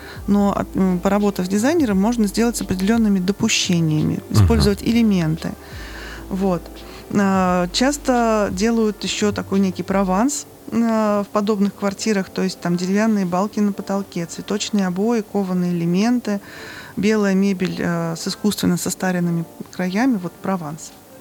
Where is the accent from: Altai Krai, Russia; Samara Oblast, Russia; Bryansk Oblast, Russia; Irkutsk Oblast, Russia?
Bryansk Oblast, Russia; Bryansk; Я из Брянска.